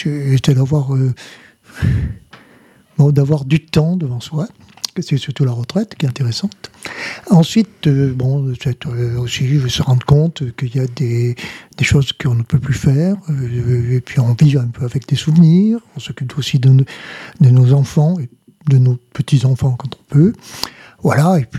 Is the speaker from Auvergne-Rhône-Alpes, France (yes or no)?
no; Le Luc, Provence-Alpes-Côte d'Azur, France; Alors, je suis un pur Lucois, je suis né à Luc. Je suis parti longtemps pour des raisons professionnelles et je suis revenu en retraite à Luc.